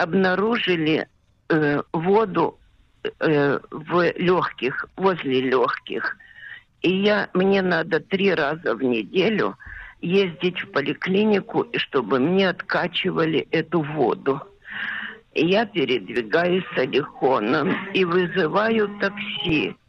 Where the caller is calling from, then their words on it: Afula, Northern District, Israel; из Афулы, живу в Афуле.